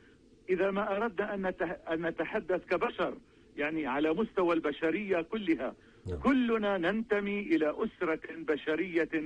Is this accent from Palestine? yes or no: yes; Palestine; نحن كفلسطينيين مسيحيين ومسلمين